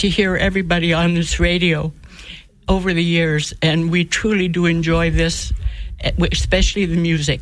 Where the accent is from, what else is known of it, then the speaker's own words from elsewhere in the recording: Nome, Alaska, United States; moved away as an adult; now in Fairbanks, United States; I'm originally born and raised in Nome, but my husband and I moved to the road system when we retired, so we moved to Fairbanks because I wouldn't live in Anchorage.